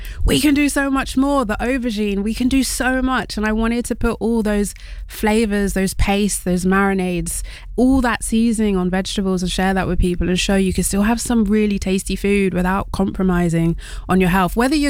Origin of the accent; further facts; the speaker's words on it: Wales, United Kingdom; My grandma's like, don't forget to mention you're Welsh. I was like, I am proudly Welsh too.